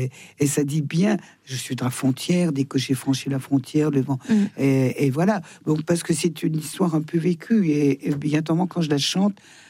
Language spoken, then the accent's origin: French; Switzerland; parce que je suis suisse et française